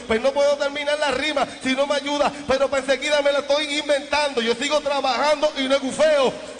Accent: Puerto Rico; como puertorriqueño me siento bien contento de estar aquí cantando

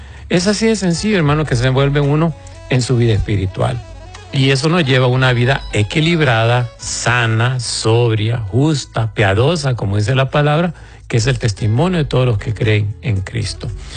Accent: Honduras; nosotros le decimos pulpería a las pequeñas tiendas de los barrios, hermanos, aquí en Honduras les decimos pulpería

